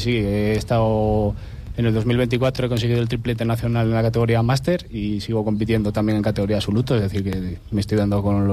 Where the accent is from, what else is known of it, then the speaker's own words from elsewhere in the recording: Asturias, Spain; moved away as an adult; now in Arroyo, Spain; soy asturiano, que he venido aquí desde el 2021